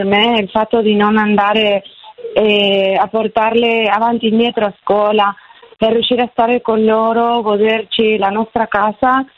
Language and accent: Italian; Argentina; now in Varese, Italy; sono di Varese, sono argentina.